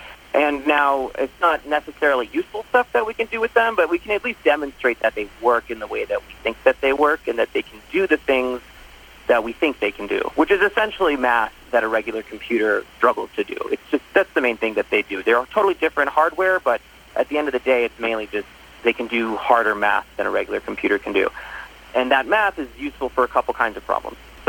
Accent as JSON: {"language": "English", "region": "New York", "country": "United States", "moved": "as an adult", "said": "I was from New York, and I thought, you know, I'm from a you know, really big city, but I haven't really experienced that much life outside of the city."}